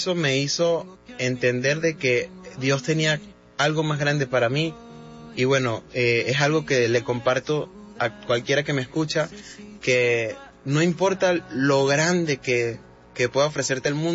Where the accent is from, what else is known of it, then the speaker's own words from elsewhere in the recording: Venezuela; En aquel entonces en mi país, Venezuela, eran los artistas, digamos que top